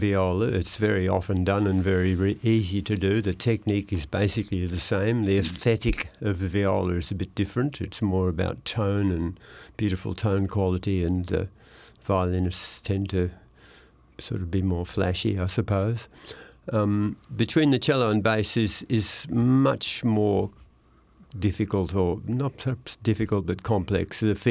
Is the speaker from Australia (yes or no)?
yes; Sydney, New South Wales, Australia; I was growing up in Sydney